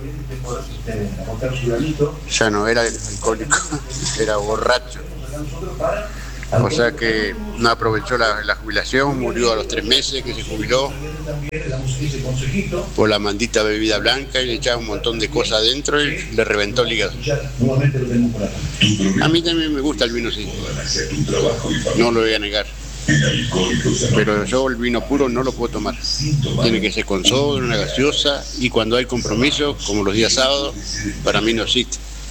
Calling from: Argentina

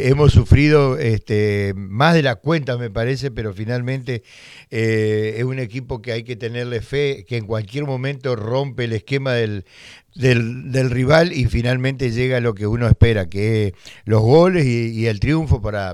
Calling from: Argentina; como todo argentino

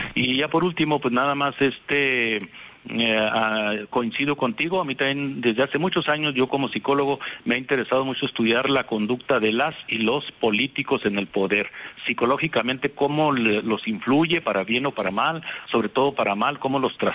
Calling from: Chihuahua, Mexico; como aquí en Chihuahua

